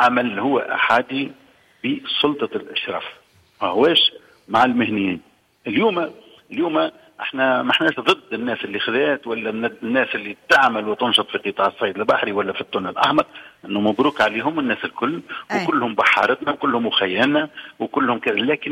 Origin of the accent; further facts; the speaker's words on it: Tunisia; ماذا بينا كبلادنا كتونس